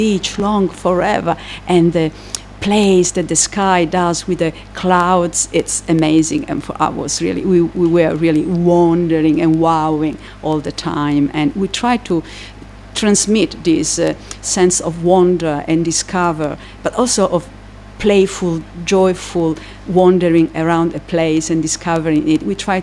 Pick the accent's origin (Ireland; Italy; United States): Italy; Cagliari, Sardinia; now in St Leonards, United Kingdom; I come from Cagliari, which is a city that is placed between the sea and three lagoons.